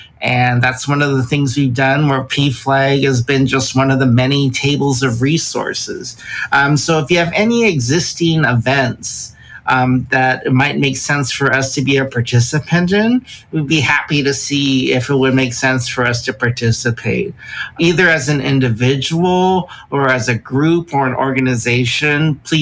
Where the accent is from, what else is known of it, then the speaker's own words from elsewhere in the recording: Philippines; But I think it's because we're both Filipino.